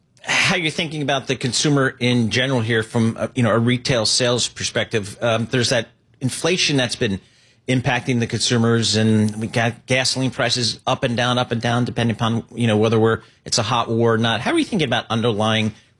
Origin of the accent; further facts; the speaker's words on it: East Coast, United States; also born or lived in California; being an East Coast person